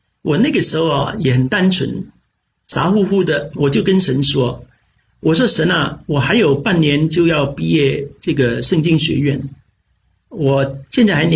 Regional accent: Hong Kong; moved away as an adult; 我心里想我在香港长大，我一直都没有离开过香港

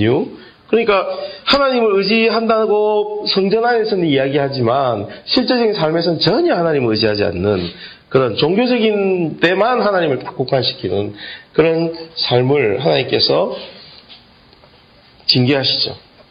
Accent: Gyeongsang, South Korea; 나는 경상도 사람으로서

